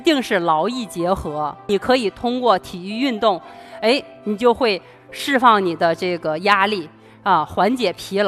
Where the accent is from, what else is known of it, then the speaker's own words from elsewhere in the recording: Northeast China, China; 我是东北人，所以呢我特别喜欢吃家乡的菜，我们出国比赛都会带东北的大酱大葱。